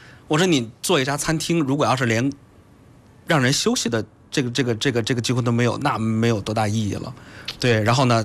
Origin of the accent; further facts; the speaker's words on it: Weihai, Shandong, China; moved away; 我老家是威海的